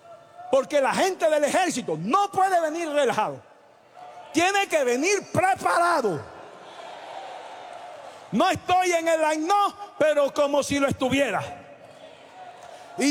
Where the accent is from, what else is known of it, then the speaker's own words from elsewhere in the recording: Panama; Yo soy el panameño.